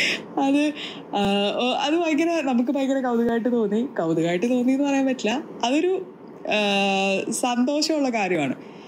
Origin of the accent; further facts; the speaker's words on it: Pathanamthitta, Kerala, India; moved away; ഞാനൊരു പത്തനംതിട്ടക്കാരി ആയതുകൊണ്ട് തന്നെ ഉത്രട്ടാതി വള്ളംകളി എനിക്ക് ഭയങ്കര സ്പെഷ്യലാണ്.